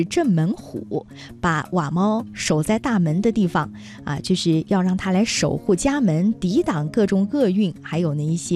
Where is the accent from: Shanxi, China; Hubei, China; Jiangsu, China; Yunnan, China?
Yunnan, China; 咱们云南的方言